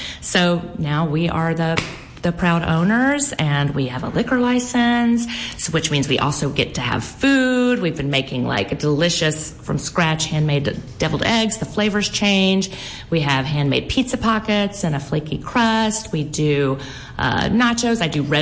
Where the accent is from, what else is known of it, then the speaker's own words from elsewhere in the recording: Louisiana, United States; I grew up in Louisiana, grew up eating them.